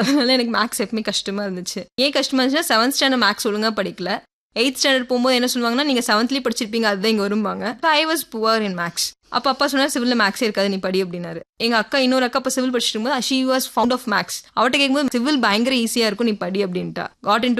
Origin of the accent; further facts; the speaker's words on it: Erode, Tamil Nadu, India; நான் வந்து Erode ma'am, proper Erode. Native எல்லாமே எனக்கு ஈரோடு தான். ஸ்கூலிங் ஈரோட்ல தான் படித்தேன். கிறிஸ்ட் ஜோதி ஸ்கூல், பிவி ஸ்கூல், ரெண்டு ஸ்கூல்ல primary and secondary, high school படித்தேன்.